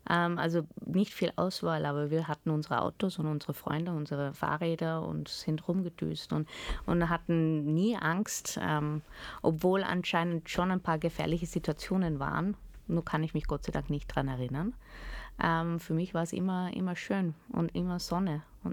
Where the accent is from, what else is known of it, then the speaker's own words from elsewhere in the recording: Austria; moved away as an adult; also born or lived in London / Australia; Ich bin in Österreich geboren, ich habe in Österreich maturiert. Jetzt bin ich wieder in Österreich seit 16 Jahren, also ich bin schon viel mehr Österreicherin als Holländerin.